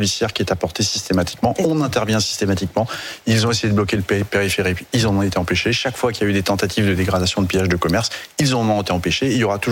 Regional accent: Centre-Val de Loire, France; un polygone militaire que je connais bien, puisque je suis originaire du département du Cher. Je connais bien cette zone.

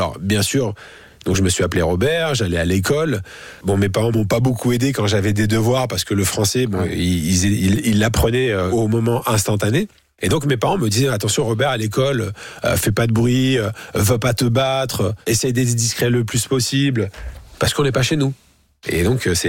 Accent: France; born there; je suis français, parce que je suis né en France

